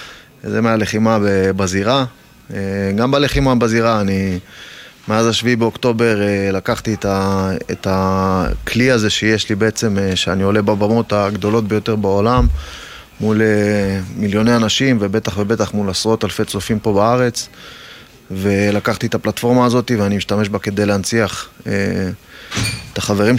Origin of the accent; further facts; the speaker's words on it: Arad, Southern District, Israel; born there; moved away; תושב אותה עיר שאני נולדתי בה, תושב ערד